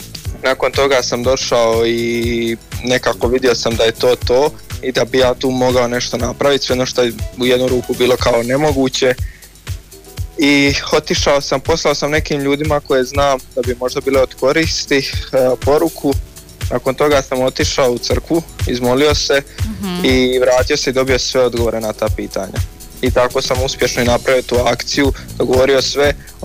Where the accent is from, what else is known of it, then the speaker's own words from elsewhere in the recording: Benkovac, Zadar County, Croatia; imam 20 godina, dolazim iz Benkovca, iz Dalmacije